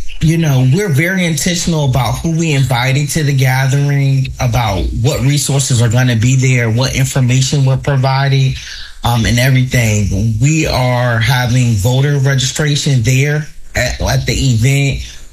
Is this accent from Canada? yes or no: no; Newport News, Virginia, United States; We're from Newport News. We're from this area. We're from Chesapeake.